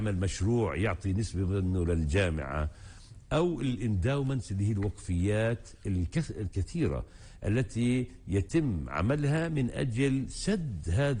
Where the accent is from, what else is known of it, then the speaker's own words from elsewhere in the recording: Palestine; وأنا كنت الوحيد من فلسطين